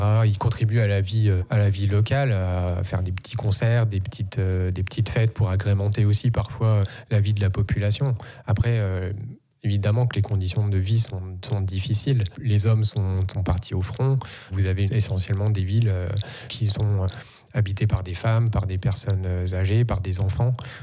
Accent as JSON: {"language": "French", "town": "Neufchâteau", "region": "Grand Est", "country": "France", "tie": "born or raised there", "said": "Alors moi, je suis né à Neufchâteau. Je suis un vrai néo-castrien."}